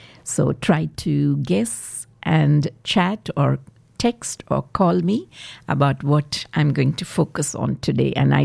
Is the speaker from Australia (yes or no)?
yes; Australia